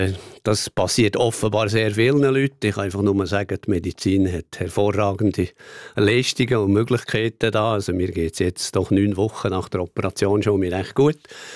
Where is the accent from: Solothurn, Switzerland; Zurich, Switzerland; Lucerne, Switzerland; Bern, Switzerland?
Bern, Switzerland; als Berner Oberländer